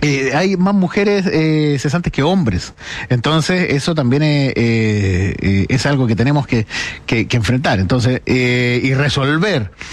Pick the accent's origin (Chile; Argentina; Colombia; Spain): Chile